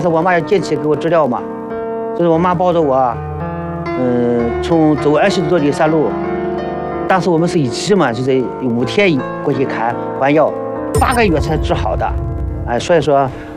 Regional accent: Shandong, China; also born or lived in Jinan, Shandong; 我是出生在那个我们鲁山市的一个偏远的小山村里面。

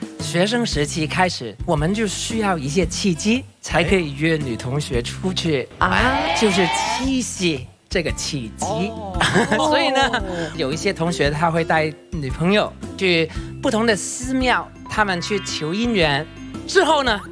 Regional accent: Hong Kong

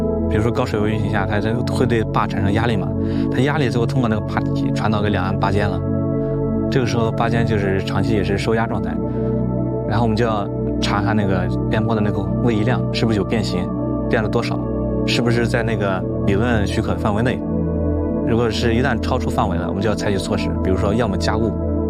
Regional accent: Shiyan, Hubei, China; moved away; 我是湖北十堰的，南水北调中线源头丹江口，就在我们老家那块儿啊。

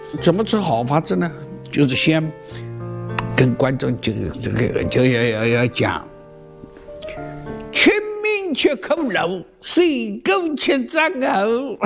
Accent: Huzhou, Zhejiang, China; 我们湖州的土话呢

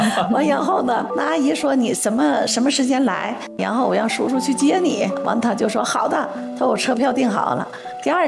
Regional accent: Northeast China, China; 哎呀用我们东北话说，我说他只不过就走了狗屎运而已嘛。

